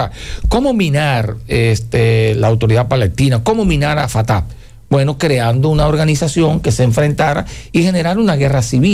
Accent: Dominican Republic

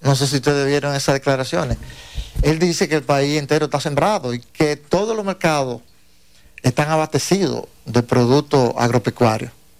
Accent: La Vega, Dominican Republic; Yo soy del Cibao, de La Vega, de La Vega.

